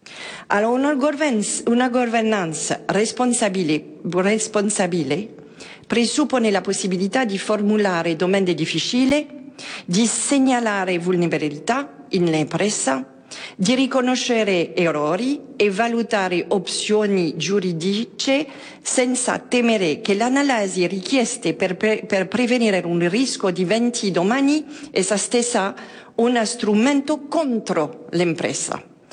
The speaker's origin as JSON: {"language": "Italian", "country": "France", "said": "vengo di Francia"}